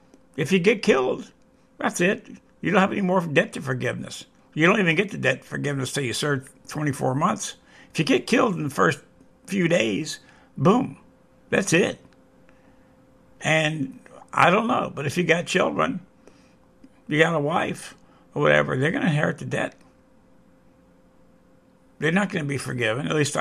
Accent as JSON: {"language": "English", "town": "New Orleans", "region": "Louisiana", "country": "United States", "said": "even down south where I'm from. I'm from New Orleans. When I was a young kid, you know, in the 1960s"}